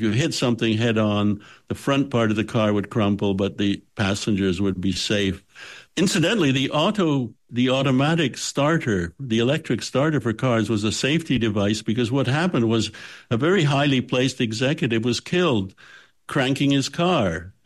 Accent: Canada; I grew up in Canada, which is, of course, very cold

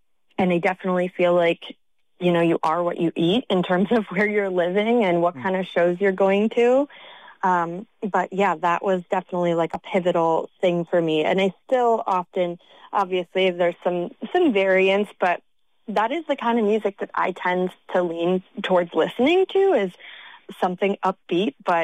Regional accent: Leelanau County, Michigan, United States; moved away as an adult; also born or lived in Boston / Valencia, Spain / Nashville; I grew up in Leelanau County with parents and family that really appreciate folk and roots music.

